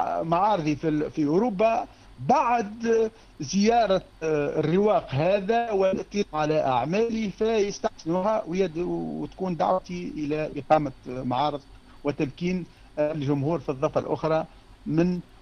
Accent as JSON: {"language": "Arabic", "country": "Tunisia", "said": "عندنا في تونس"}